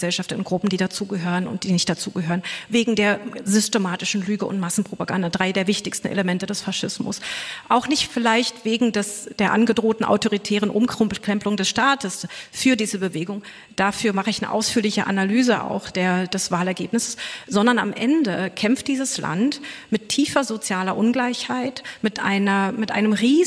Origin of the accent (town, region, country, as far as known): East Germany, Germany; born or raised there